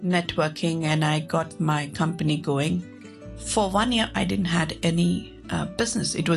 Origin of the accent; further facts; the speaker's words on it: India; now in Hong Kong; Being an Indian, it become much easier to mingle with Indians.